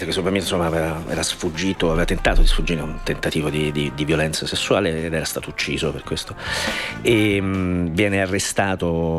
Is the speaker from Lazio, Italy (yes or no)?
yes; Ostia, Lazio, Italy; Io sono di Ostia, questo non è un mistero, sono nato e cresciuto ad Ostia, che è una città nella città, è grande come Reggio Emilia